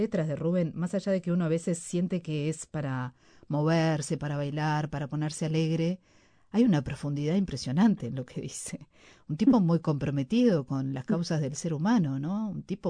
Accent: Uruguay; nosotros decimos somos uruguayos, somos Uruguay

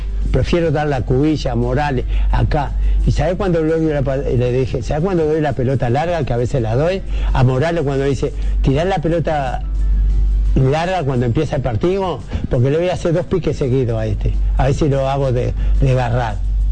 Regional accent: Uruguay

